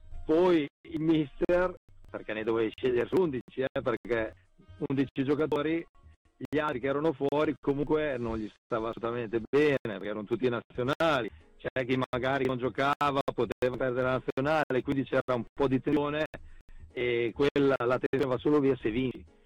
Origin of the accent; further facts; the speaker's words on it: Emilia-Romagna, Italy; sono emiliano